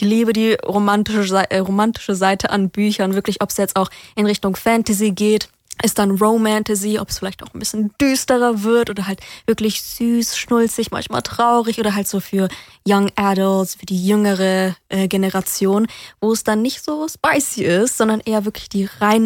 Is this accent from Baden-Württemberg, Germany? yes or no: yes; Stuttgart, Baden-Württemberg, Germany; ich komme hier aus Raum Stuttgart.